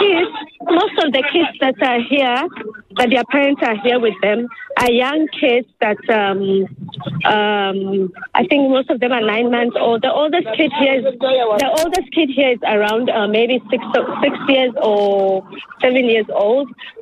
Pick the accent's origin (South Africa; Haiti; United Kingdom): South Africa; born or raised there